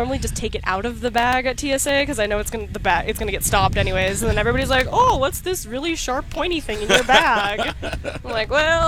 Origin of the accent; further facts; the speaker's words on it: Chicago, Illinois, United States; In Chicago, yeah.